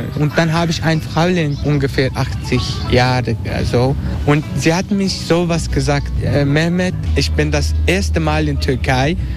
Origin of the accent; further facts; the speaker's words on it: Netherlands; German is a second language; ich bin aufgewachsen in Holland und durch habe ich hier wegen Gästelächen gelernt.